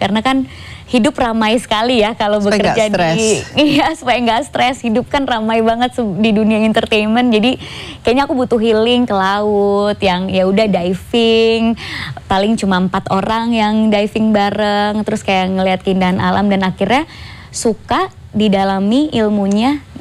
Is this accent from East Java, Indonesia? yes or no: no; Maluku, Indonesia; Iya, aku orang Maluku.